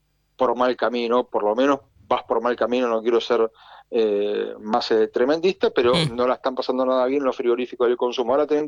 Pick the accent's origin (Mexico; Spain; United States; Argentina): Argentina; Rosario, Santa Fe; Sí, me acuerdo mucho de viajar a Rosario, de Buenos Aires a Rosario, porque yo soy rosarino, y sí me acuerdo de esos viajes en auto por la Panamericana